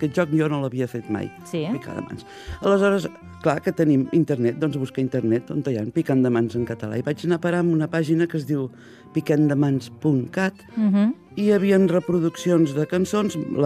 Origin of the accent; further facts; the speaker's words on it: Catalonia, Spain; accent: southern Tarragona speech; perquè és un parlar del sud de Tarragona, ja no, i diem diferent